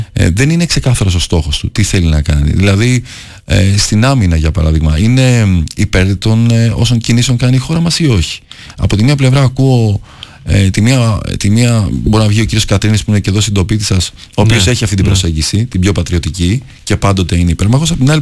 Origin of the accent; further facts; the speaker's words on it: Athens, Attica, Greece; Μεγαλώσαμε στην Αθήνα. Αγαπάω πάρα πολύ τον τόπο μου στην Καβάλα.